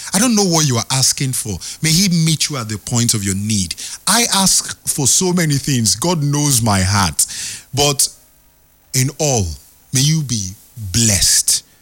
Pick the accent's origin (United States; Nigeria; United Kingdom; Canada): Nigeria; I'm a proud Nigerian. I know who I am as a Nigerian.